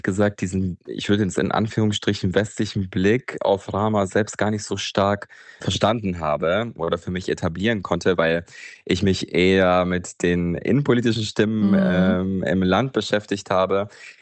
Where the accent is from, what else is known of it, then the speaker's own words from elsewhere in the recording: Germany; Genau, ich bin in Deutschland geboren und auch aufgewachsen